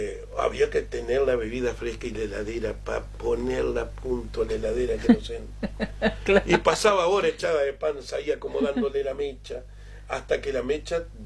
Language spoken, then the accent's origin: Spanish; Entre Ríos, Argentina; born there; also born or lived in Victoria, Entre Ríos / Rincón de Nogoyá; Yo nací en Victoria, en realidad. Ah. Y estuve hasta los 4 años en Rincón de Nogoyá, en ese boliche que lo tenía mi vieja y mi viejo, que después siguió mi abuela, lo tenía de antes y se lo dieron a ellos un tiempo, que se habían casado medio joven, y ahí me fui al sexto distrito.